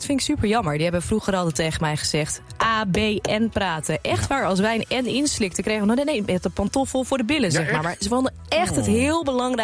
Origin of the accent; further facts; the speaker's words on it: Low Saxon area, Netherlands; ik ben wel een Neder-Saks.